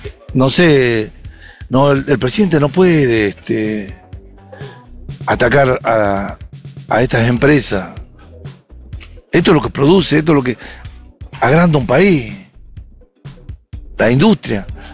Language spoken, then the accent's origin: Spanish; Jujuy, Argentina; moved away; 30 años, desde que vine de Jujuy, vine hace 32 años y después ingresé acá